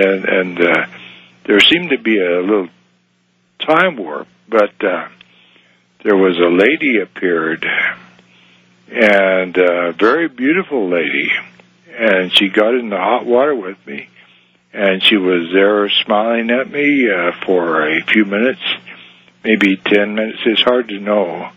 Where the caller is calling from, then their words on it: Utah, United States; I'm calling from Southern Utah.